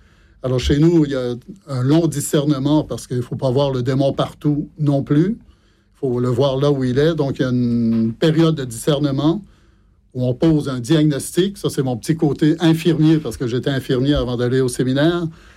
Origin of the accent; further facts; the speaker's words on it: Quebec, Canada; moved away as an adult; now in Fontenay, France; 2001 de quitter le Québec où j'étais en pastorale jeunesse dans l'archidiocèse de Montréal.